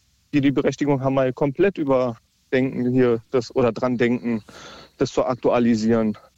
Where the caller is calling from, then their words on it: Berlin, Germany; ich komme ja aus Berlin